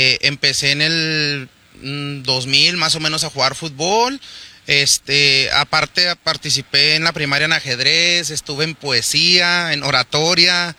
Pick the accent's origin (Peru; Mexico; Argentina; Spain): Mexico; Ciudad Juárez, Chihuahua; Soy originario aquí de Ciudad Juárez, Chihuahua. Crecí ahí en la colonia Obrera Monterrey, por acá, por este lado del centro.